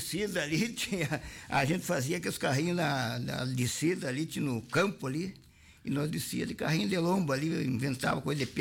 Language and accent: Portuguese; Soledade, Rio Grande do Sul, Brazil; Eu nasci em Soledade aqui, mas a minha mãe do Rincão do Araçá, nasci aqui no hospital, mas fui criado mais parte na parte do Rincão do Araçá ali, né?